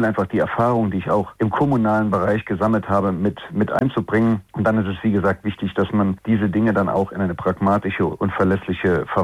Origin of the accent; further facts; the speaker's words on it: Rhineland-Palatinate, Germany; der Kreis ist mein Heimatkreis. Ich fühle mich in dem sehr, sehr, sehr, sehr wohl